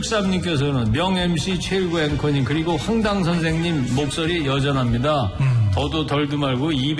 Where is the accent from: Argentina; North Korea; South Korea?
South Korea; Anseong, Gyeonggi Province; born or raised there